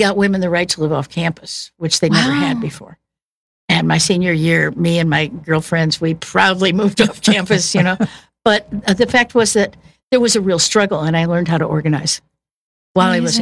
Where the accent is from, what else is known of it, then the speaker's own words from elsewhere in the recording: Chicago, Illinois, United States; now in Kansas City, United States; I was originally from Chicago.